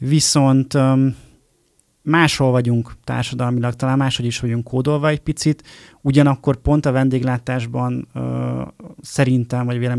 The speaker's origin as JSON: {"language": "Hungarian", "region": "Lake Balaton area", "country": "Hungary", "tie": "born or raised there", "said": "én a Balatonnál nőttem föl"}